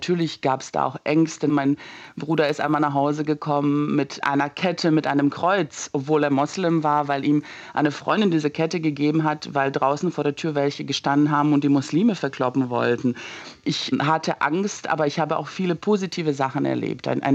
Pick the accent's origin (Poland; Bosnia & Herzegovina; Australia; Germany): Bosnia & Herzegovina; Banja Luka, Republika Srpska; moved away; ich komme aus Banja Luka, aus einer Stadt, wo es jetzt keine Kämpfe auf der offenen Straße gegeben hat